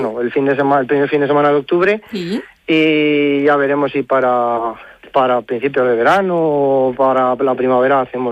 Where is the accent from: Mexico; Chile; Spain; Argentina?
Spain; Cella, Aragon; somos prácticamente todos de Cella.